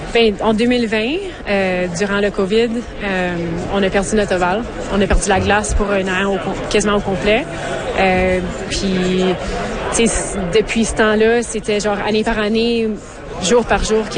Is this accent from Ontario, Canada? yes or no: yes; Ottawa, Ontario, Canada; Je viens d'Ottawa. J'ai grandi à Ottawa, puis j'ai déménagé à Montréal pour le patinage de vitesse en courte piste